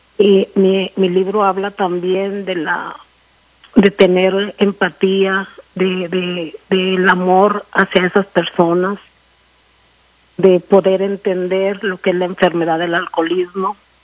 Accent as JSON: {"language": "Spanish", "region": "Zacatecas", "country": "Mexico", "tie": "born there", "moved": "as an adult", "said": "Bueno, yo soy una mujer mexicana. Nací en el estado de Zacatecas, en un pueblito pequeño. Soy madre de 4 hijos. Soy una inmigrante que vino a este país en el 96."}